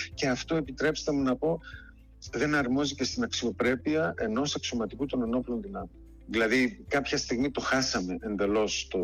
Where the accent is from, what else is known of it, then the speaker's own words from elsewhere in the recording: Doxato, Eastern Macedonia and Thrace, Greece; now in Athens, Greece; μιλάω στην πατρίδα μου. Εγώ είμαι από το Δοξάτο της Δράμας.